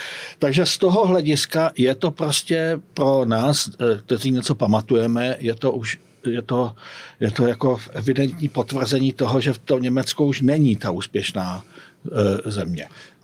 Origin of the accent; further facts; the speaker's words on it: Prostějov, Olomouc Region, Czechia; Já jsem taky z Prostějova.